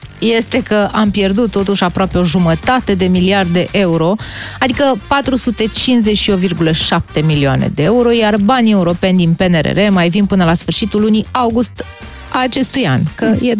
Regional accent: Romania; Că ne interesează și asta, că suntem români.

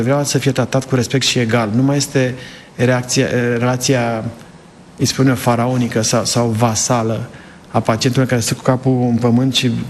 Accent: Sibiu County, Romania; now in United States; Sunt de lângă Sibiu. Am stat lângă Copșa Mică

